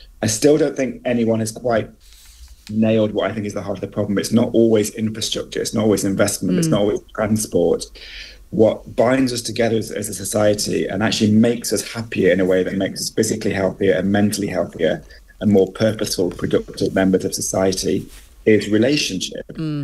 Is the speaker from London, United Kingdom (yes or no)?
no; East Midlands, United Kingdom; my hometown in North Nottinghamshire